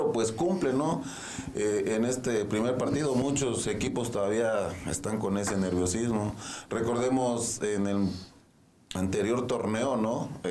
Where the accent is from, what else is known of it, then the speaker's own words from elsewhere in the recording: Chiapas, Mexico; los chiapanecos